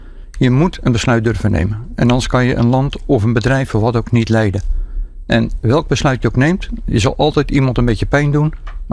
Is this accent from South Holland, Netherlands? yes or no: yes; Rotterdam, South Holland, Netherlands; En dan ben ik echt Rotterdammer in hart en nieren.